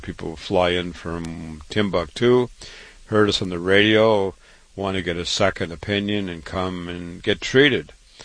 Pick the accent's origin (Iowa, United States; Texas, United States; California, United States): Iowa, United States; Waterloo; I was born and raised in Waterloo, Iowa. I went to public school.